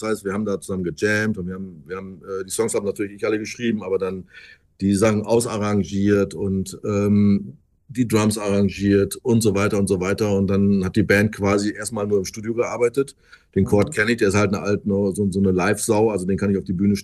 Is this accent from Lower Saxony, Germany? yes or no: yes; Osnabrück, Lower Saxony, Germany; now in Frankfurt, Germany; Ich komme zum Glück aus Osnabrück.